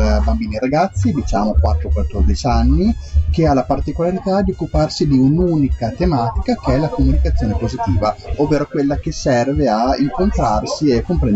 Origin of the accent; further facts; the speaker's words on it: Emilia-Romagna, Italy; accent: Romagnolo; Siamo romagnoli e forse si sente anche